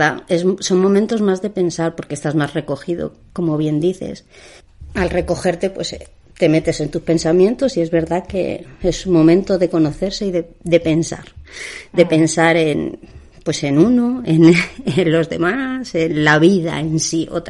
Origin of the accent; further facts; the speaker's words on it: Torrelaguna, Community of Madrid, Spain; yo, donde me pregunten, yo nunca diré que soy de Madrid capital, diré que soy de Torrelaguna.